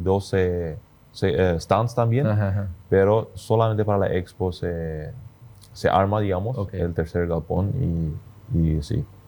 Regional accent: Paraguay; Yo creo que nosotros como paraguayos tenemos un valor fundamental, que es justamente la familia.

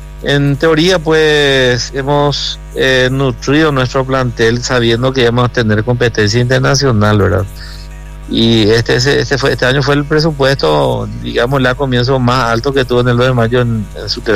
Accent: Asunción, Paraguay; moved away as an adult; also born or lived in Campo Grande, Asunción / Luque; now in Pedro Juan Caballero, Paraguay; en Chacarita toda mi infancia hasta los 12 años. Después me mudé en la zona, como se dice, Campo Grande

